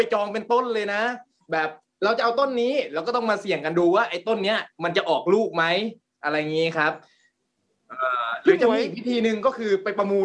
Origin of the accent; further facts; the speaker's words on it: Nonthaburi, Thailand; ผมเป็นคนนนท์